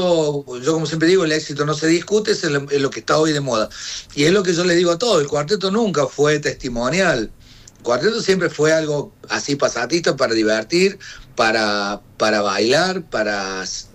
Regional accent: Córdoba, Argentina; Soy cordobés.

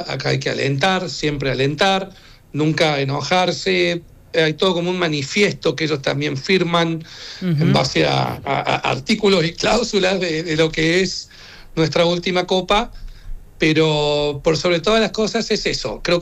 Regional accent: Argentina

